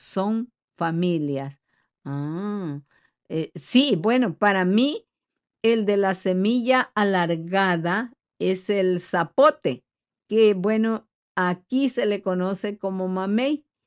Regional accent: Tabasco, Mexico; moved away; Yo me recuerdo de muchas frutas que por acá no existen, pero que en mi estado de Tabasco, sí

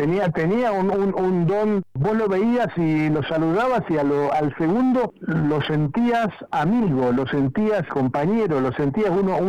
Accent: Tres Lomas, Buenos Aires Province, Argentina; estando en mi pueblo, en Tres Lomas, un pueblo de 7.000 habitantes

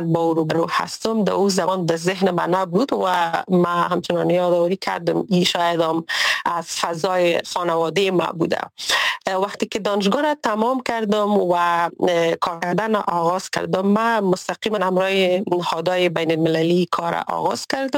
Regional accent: Kabul, Afghanistan; از زمانی که تولد شدیم در کابل بزرگ شدیم و در کابل زندگی کردیم

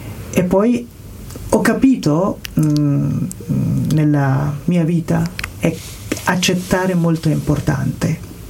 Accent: Afghanistan; Italian is a second language; moved away as an adult; now in Italy; di scappare proprio dal mio paese, perché se rimanevo proprio in Afghanistan sono sicuro che succedeva una cosa per la mia vita. Per questa io ho deciso di lasciare.

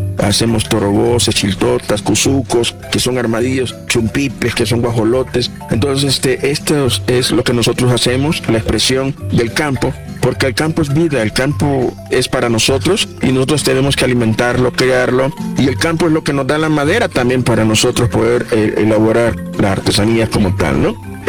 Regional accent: El Salvador; now in Mexico; soy artesano salvadoreño.

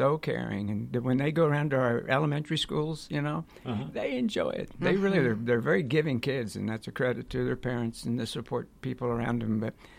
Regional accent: Raytown, Missouri, United States; I grew up in Raytown.

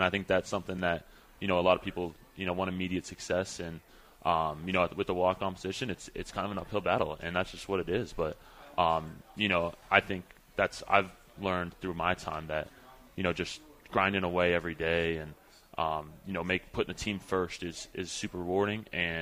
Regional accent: Fort Collins, Colorado, United States; born there; I grew up in Moby Arena.

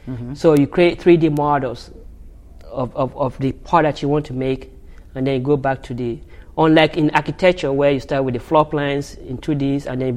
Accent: Nigeria; moved away as an adult; now in United States; I'm from Nigeria originally

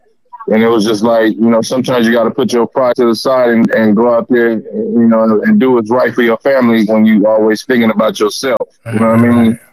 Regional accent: Oakland, California, United States; I'm from East Oakland.

